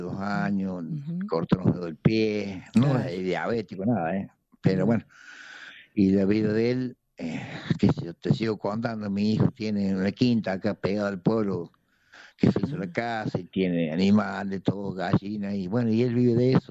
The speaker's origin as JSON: {"language": "Spanish", "region": "Córdoba", "country": "Argentina", "said": "Éramos 9 cordobeses, bueno, lamentablemente fue uno."}